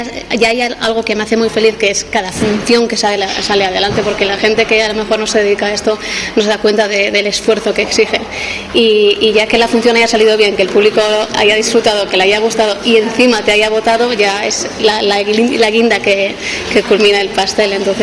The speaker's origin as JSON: {"language": "Spanish", "region": "Basque Country", "country": "Spain", "said": "yo no vengo de Castilla, pero vengo del País Vasco"}